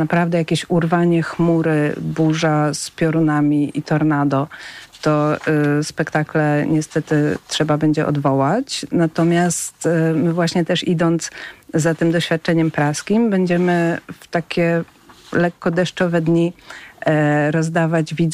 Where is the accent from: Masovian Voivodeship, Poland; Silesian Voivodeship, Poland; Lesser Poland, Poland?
Masovian Voivodeship, Poland; Warsaw; born there; ja jestem warszawianką z urodzenia